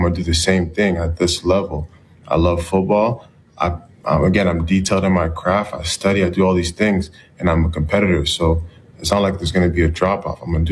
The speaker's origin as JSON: {"language": "English", "town": "Ottawa", "region": "Ontario", "country": "Canada", "tie": "born or raised there", "moved": "yes", "lives_now": "United States", "said": "I grew up in Ottawa, Ontario."}